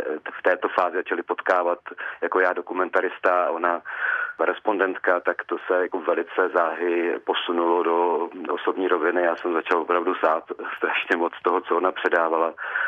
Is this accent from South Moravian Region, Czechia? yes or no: yes; Brno, South Moravian Region, Czechia; A já samozřejmě, protože jsem rodilý Brňák, tak jako … je má jako jasné brněnské kořeny, tak já jsem se s tím setkával už od svého mládí.